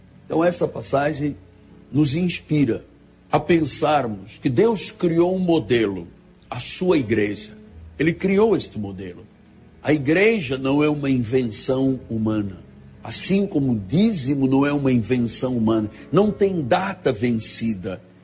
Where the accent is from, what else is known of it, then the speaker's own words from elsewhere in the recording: Angola; born there; moved away; Lá em África, em Angola, onde eu nasci